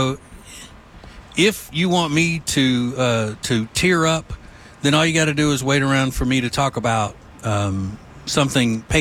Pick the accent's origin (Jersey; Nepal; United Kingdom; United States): United States; Louisiana; I am a huge LSU fan because I was raised in Louisiana.